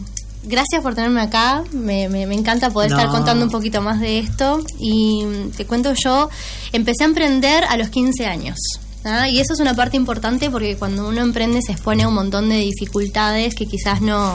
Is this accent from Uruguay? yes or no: yes; Montevideo, Uruguay; De Montevideo. Ahí está. Sí, crecí en Montevideo. Crecí en la Villa del Cerro. Y luego, bueno, me mudé.